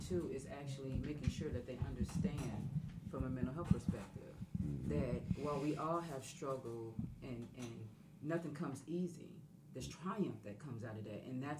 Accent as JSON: {"language": "English", "town": "Chicago", "region": "Illinois", "country": "United States", "moved": "yes", "said": "Because I moved down. I'm from Chicago. I moved down here 8 years ago."}